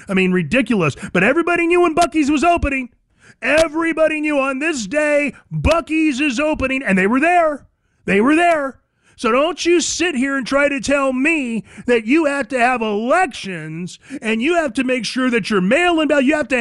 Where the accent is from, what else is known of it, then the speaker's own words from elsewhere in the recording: Arizona, United States; moved away; I'm from Arizona